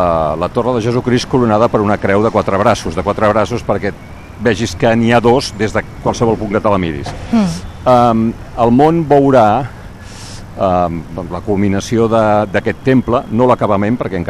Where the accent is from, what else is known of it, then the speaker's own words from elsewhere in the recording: Barcelona, Catalonia, Spain; Jo crec, o almenys per mi com a barceloní, no sé tu què en penses